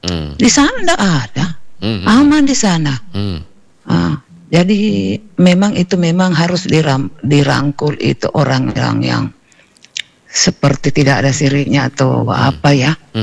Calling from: Makassar, South Sulawesi, Indonesia; Kita juga sebagai orang Makassar, Bugis Makassar

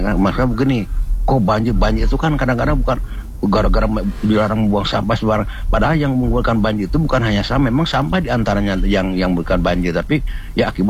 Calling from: Bandung, West Java, Indonesia; Salamnya buat semuanya aja dari saya dari Bandung Timur

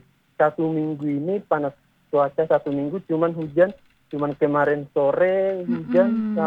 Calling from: North Sumatra, Indonesia

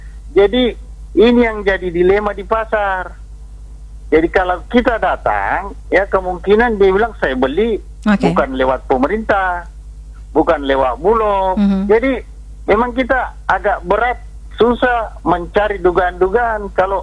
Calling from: Parepare, South Sulawesi, Indonesia

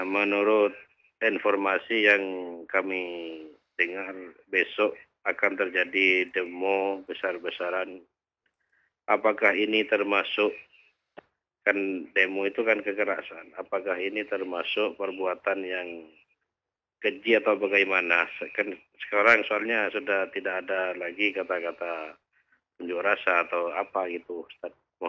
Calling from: Situbondo, East Java, Indonesia; Kita, dari Situbondo Mbak Gita.

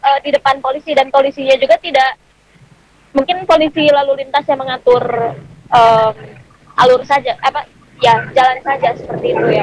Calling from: Cimahi, West Java, Indonesia; sebagai warga Cimahi.

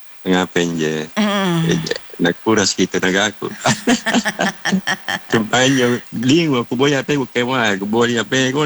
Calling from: Makassar, South Sulawesi, Indonesia; Walaupun saya ini orang Makassar

